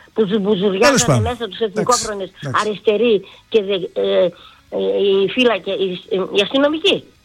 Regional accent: Germany; Εγώ μεγάλωσα με πόντιους στη Γερμανία όμως.

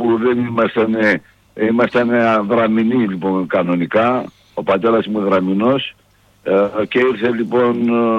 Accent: Zervochori, Central Macedonia, Greece; Το χωριό της Άουσας είμαι.

